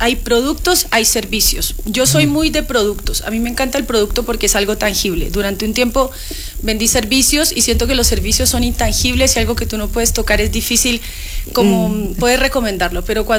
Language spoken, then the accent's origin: Spanish; Colombia; now in Chile; yo soy colombiana pero vivo en Chile hace muchos años, en Chile y en Latinoamérica hace 11 años